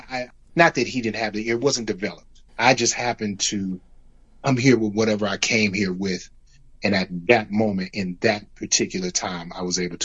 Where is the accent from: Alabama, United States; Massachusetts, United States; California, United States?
California, United States; Richmond; I remember being 4 and 5 years old, being where we grew up in Richmond. We wasn't too far from Nickel Park